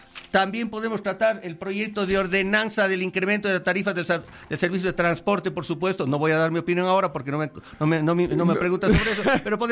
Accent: Quito, Pichincha, Ecuador

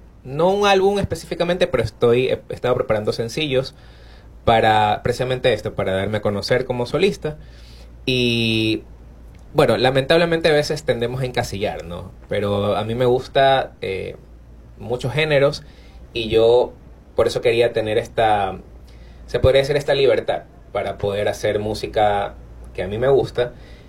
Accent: Vinces, Los Ríos, Ecuador; Como yo soy de Vinces, bueno, mi familia tiene una finca

